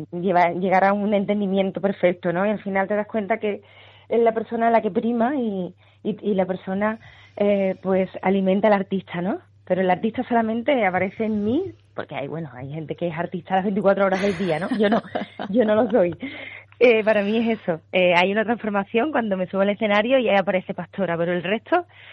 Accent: Coria, Andalusia, Spain; Al final donde más a gusto estoy del mundo es en Coria o en Sevilla, porque es mi tierra, porque la gente allá me conoce

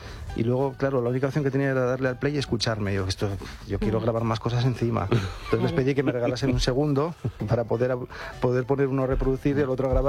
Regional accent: Avilés, Asturias, Spain; En Avilés, que yo soy de Avilés, y en esa ciudad se festeja mucho la Semana Santa, y era algo que me llamaba mucho la atención.

